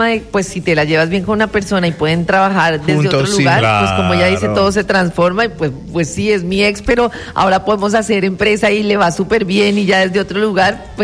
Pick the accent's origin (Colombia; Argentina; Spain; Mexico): Colombia; tú ibas a cualquier lado de donde eres de Colombia